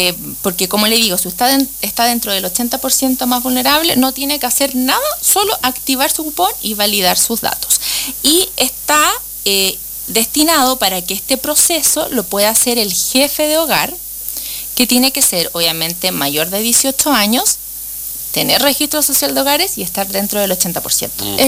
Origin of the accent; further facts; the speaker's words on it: Pirque, Santiago Metropolitan Region, Chile; moved away as an adult; now in Aysén Region, Chile; Yo vengo de Santiago, vengo de Pirque específicamente